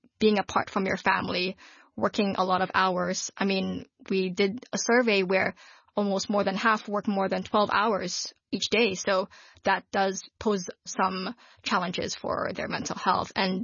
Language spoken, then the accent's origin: English; Hong Kong; And I guess as a Filipino, I do feel that in a sense, I am quite privileged in the way that I'm able to adapt to the Hong Kong culture because I was raised in it. I know Chinese and I have family living here with me.